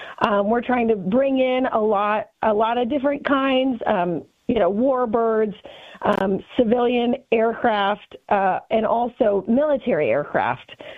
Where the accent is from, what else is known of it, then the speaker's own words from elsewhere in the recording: Indianapolis, Indiana, United States; So I grew up in Indianapolis. I was born right in Indy